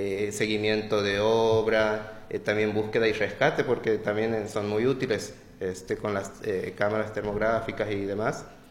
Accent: Fernández, Santiago del Estero, Argentina; en Fernández, de donde yo soy

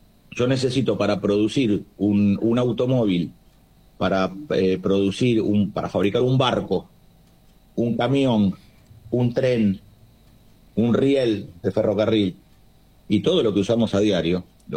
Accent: Argentina; lo que tengo que hacer como buen argentino

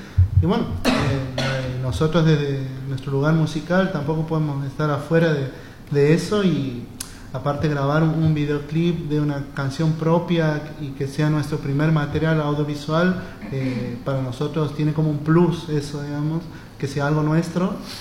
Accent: Santiago del Estero, Argentina; Yo soy de aquí de Santiago

